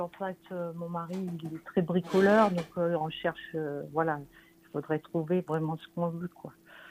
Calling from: Auvergne-Rhône-Alpes, France; Du Puy-de-Dôme, vers Clermont-Ferrand.

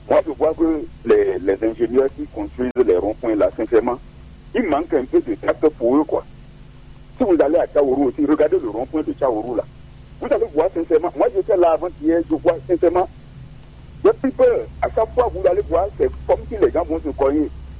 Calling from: Benin; J'appelle depuis Dokparou Est.

